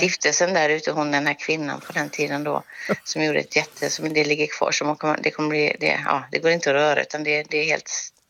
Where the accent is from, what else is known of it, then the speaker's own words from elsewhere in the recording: Lysekil, Västra Götaland County, Sweden; now in Gothenburg, Sweden; Jag är ju från Lysekil sen begynnelsen och har bott här i Göteborg i 40 i år faktiskt.